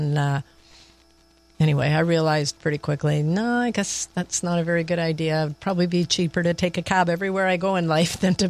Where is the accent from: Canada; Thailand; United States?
Canada; Montreal, Quebec; moved away as an adult; now in Toronto, Canada; when I finished school, I had moved up to Toronto. I was from Montreal and came up here